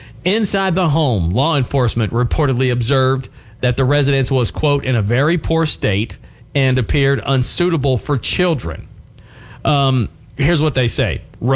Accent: Charleston, West Virginia, United States; I'm from Charleston, West Virginia.

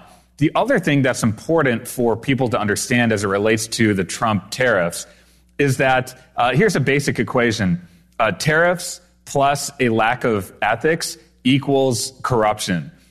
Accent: Wisconsin, United States; And in that case, in my home state of Wisconsin, you saw the National Party lack some curiosity.

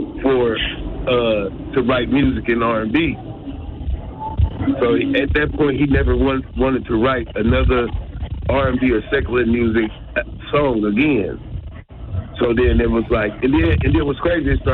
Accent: Milwaukee, Wisconsin, United States; also born or lived in Napa; We was born in Napa, raised in Milwaukee.

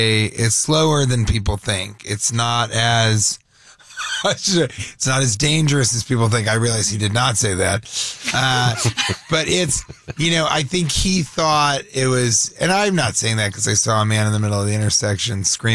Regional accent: Denver, Colorado, United States; Denver's becoming, you know, and I grew up there.

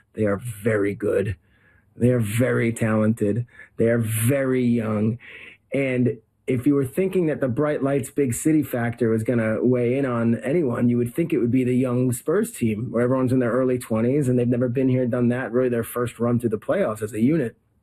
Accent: New York, United States; But that's the beauty of being a New Yorker.

